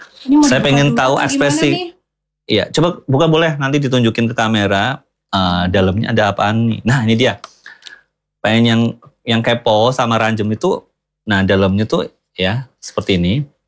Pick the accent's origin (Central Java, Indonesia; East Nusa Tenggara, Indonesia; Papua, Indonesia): Central Java, Indonesia; Banyumas; accent: Ngapak (Banyumasan); kalau aku kan asli Banyumas.